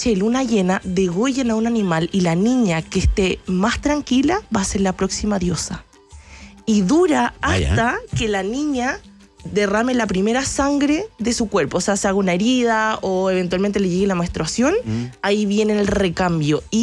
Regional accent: Santiago, Santiago Metropolitan Region, Chile; yo conozco la cordillera, vengo de Santiago de Chile, pero no.

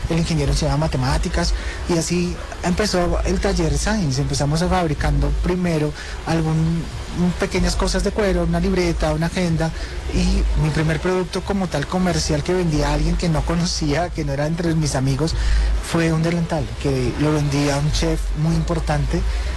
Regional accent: Arauca, Colombia; Yo soy de Arauca, nací y crecí en Arauca

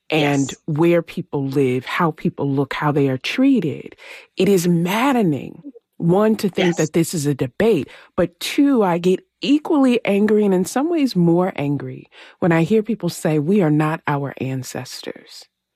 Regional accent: Lynchburg, Virginia, United States; moved away; as someone who did grow up in Virginia, who grew up in a particular part of Virginia, I'm from Lynchburg, Virginia.

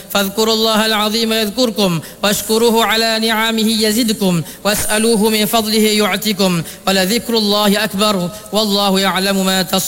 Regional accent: Penang, Malaysia; اللهم اجعل بلدنا ماليزيا خصوصا ولاية Pulau Pinang آمنا مطمئنا

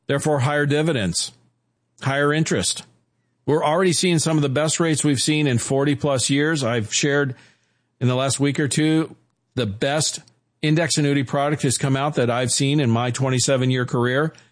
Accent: Kansas City, Missouri, United States; born there; I'm like, "No, I was born in Kansas City, Missouri." So I'm as American as it comes, but I am half Hungarian, my dad's heritage

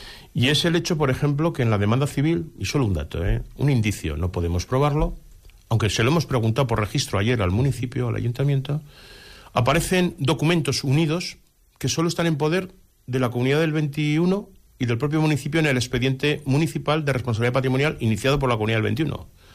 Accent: Pozondón, Aragon, Spain; en la sede de Ser Teruel me siento como en mi casa porque, como he dicho, soy de Teruel, soy de Pozondo.

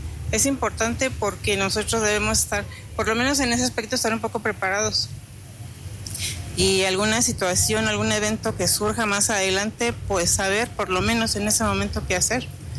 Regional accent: Mexico City, Mexico; No, bueno, en realidad yo vengo de la Ciudad de México, y recuerdo perfectamente el temblor de 1985

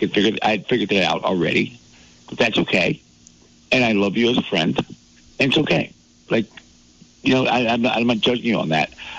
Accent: Saginaw, Michigan, United States; moved away as an adult; also born or lived in Arkansas; now in Vermont, United States; as a person of color, where I grew up in Saginaw, Michigan

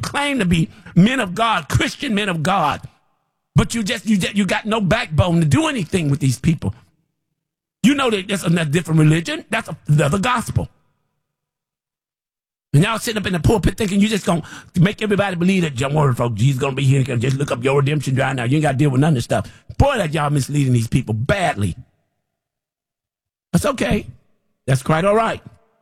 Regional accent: United States; Like, I'm American.

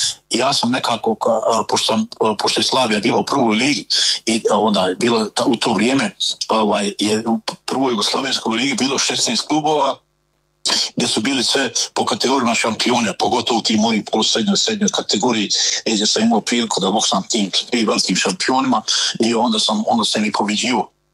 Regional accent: Zenica, Federation of Bosnia and Herzegovina, Bosnia & Herzegovina; dok sam bio ja ovako mlađi, bio sam nestrašan i znate, odrastao sam u Zenci, tako i po školama

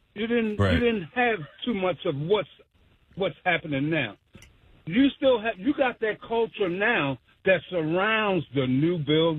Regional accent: Baltimore, Maryland, United States; I grew up in Reservoir Hill.

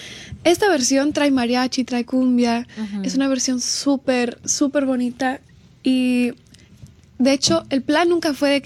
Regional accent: Los Angeles, California, United States; Y aún es más especial porque empiezo en Los Ángeles, aww, que es donde yo nací, es donde yo crecí.

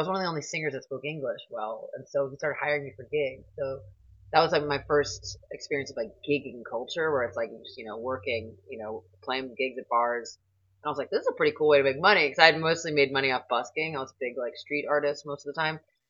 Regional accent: New York City, New York, United States; also born or lived in New Jersey; So I was born in the city. I kind of grew up, you know, I say Jersey, and I wouldn't say I'm only from Jersey. So I kind of grew up in the New York theater world

